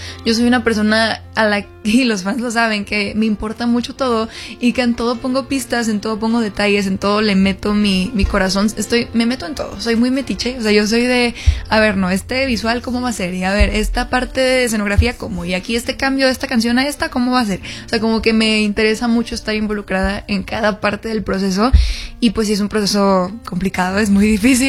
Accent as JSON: {"language": "Spanish", "town": "Guadalajara", "region": "Jalisco", "country": "Mexico", "tie": "born or raised there", "moved": "yes", "said": "Guadalajara, mi ciudad natal, y eso me emociona muchísimo porque además de que tengo tiempo de no ir a Guadalajara"}